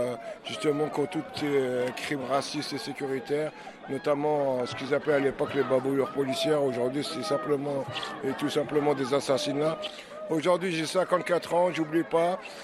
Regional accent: Dammarie-les-Lys, Île-de-France, France; j'ai grandi à Damary-les-Lys, là où Abdelkader Bouzien a été tué par la police en 1997.

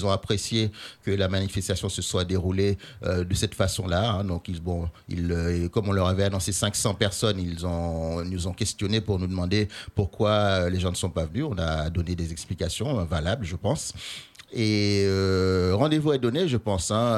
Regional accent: Haiti

